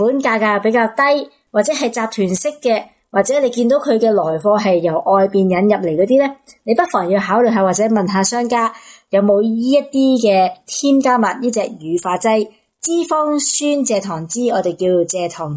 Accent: Hong Kong; 我哋香港人好多呢返工一族啊，而家呢都会好忙。

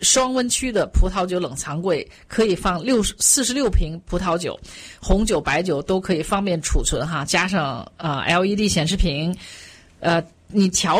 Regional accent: China

